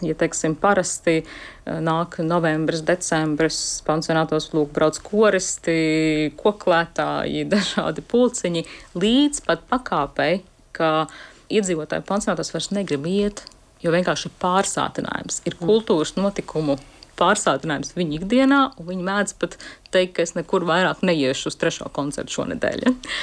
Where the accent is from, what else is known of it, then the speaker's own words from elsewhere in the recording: Riga, Latvia; es esmu balta, es esmu sieviete, es esmu heteroseksuāla, es esmu rīdziniece.